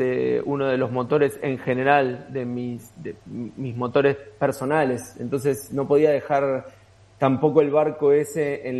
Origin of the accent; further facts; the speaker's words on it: Buenos Aires, Argentina; moved away as an adult; now in Santiago, Chile; de Buenos Aires, de capital. Y hace 6 años que vivo en Santiago de Chile.